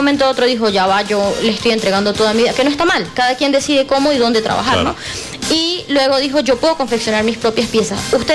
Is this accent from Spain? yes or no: no; San Rafael de Mucuchíes, Mérida, Venezuela; Yo soy del Mucuchíes.